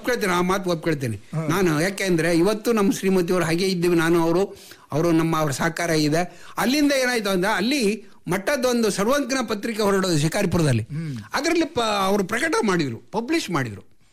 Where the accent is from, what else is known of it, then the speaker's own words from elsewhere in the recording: Shivamogga district, Karnataka, India; ಇಲ್ಲಿ ನಮ್ಮಲ್ಲೆಲ್ಲ ಏನಂದ್ರೆ social belt ಇದು, ಸೋಷಿಯಲ್ ಕಲ್ಚರ್ ಇರ್ತಕ್ಕಂಥ ಬೆಲ್ಟ್ ಇದು ನಮ್ಮ ಶಿವಮೊಗ್ಗ ಜಿಲ್ಲೆ.